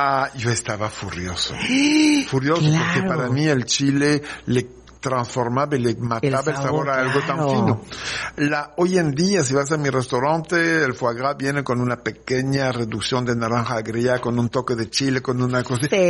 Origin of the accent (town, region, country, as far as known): France; Spanish is a second language; moved away as an adult; now in Mexico